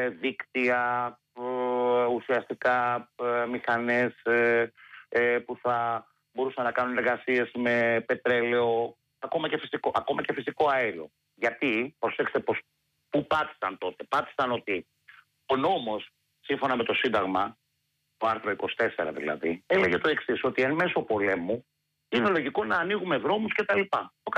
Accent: Central Greece, Greece; στην πατρίδα μου την Εύβοια.

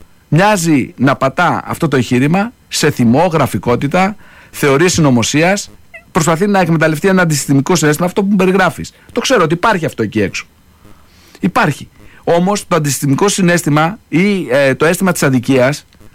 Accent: Greece; Εγώ δεν είμαι ούτε φιλορώσος ούτε φιλοαμερικάνος. Είμαι Έλληνας.

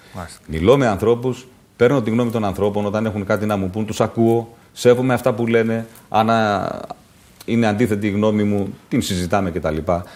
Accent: Greece

